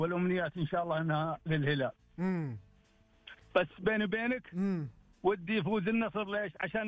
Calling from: Riyadh, Riyadh Province, Saudi Arabia; أكلمكم من الرياض

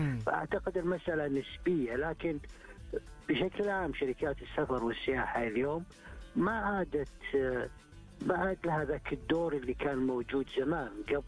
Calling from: Jeddah, Makkah Province, Saudi Arabia

